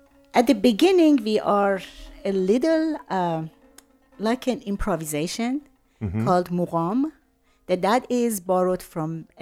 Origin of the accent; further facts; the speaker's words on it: Iran; now in United States; I am originally from Iran, so Iranian American.